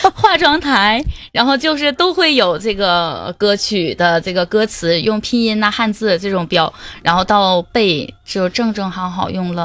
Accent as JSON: {"language": "Chinese", "region": "Northeast China", "country": "China", "said": "然后又要体现咱们东北这边"}